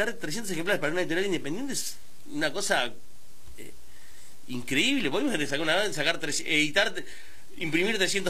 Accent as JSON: {"language": "Spanish", "country": "Argentina", "said": "somos argentinos."}